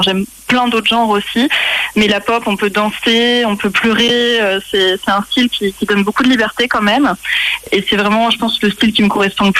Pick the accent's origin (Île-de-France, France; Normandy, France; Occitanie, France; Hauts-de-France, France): Normandy, France; Rouen; je viens de Rouen, en Normandie.